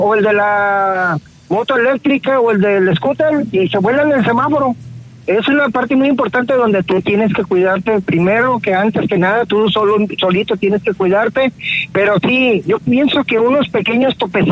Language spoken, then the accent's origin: Spanish; Mexico; Y como mexicano decimos